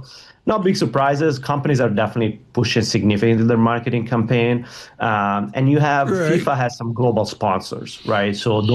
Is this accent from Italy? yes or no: yes; Italy; English is a second language; I'm Italian, born and raised in Italy.